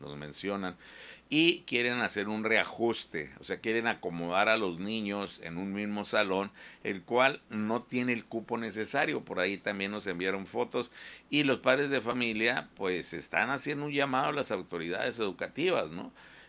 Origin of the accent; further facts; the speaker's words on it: Baja California, Mexico; como somos del Valle